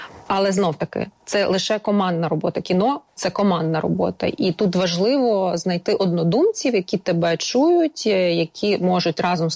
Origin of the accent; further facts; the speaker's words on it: Lviv, Lviv Oblast, Ukraine; І так як я сама зі Львова, і мені дуже близька ця культура